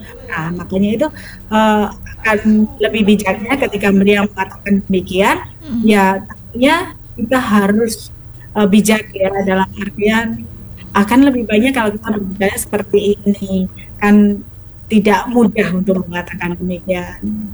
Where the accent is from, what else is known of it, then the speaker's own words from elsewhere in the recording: Java, Indonesia; kita orang Jawa